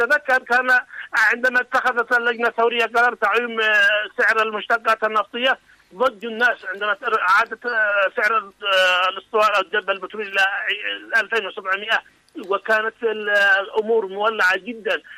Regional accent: Yemen

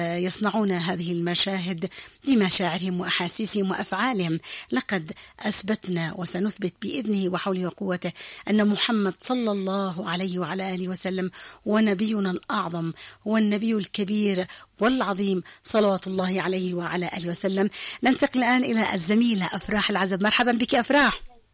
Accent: Yemen; نحتفي بها كيمنيين

